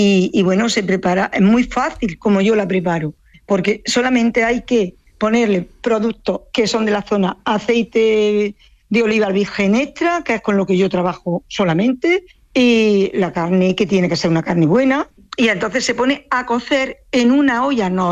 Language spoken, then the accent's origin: Spanish; Andújar, Andalusia, Spain; aunque todavía soy joven, y aunque soy de Andújar